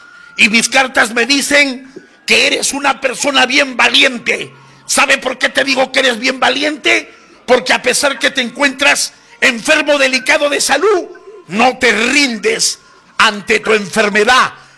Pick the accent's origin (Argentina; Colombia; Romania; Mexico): Mexico; Veracruz; now in Tacna, Peru; pertenecemos a Veracruz, que es capital del curanderismo mexicano.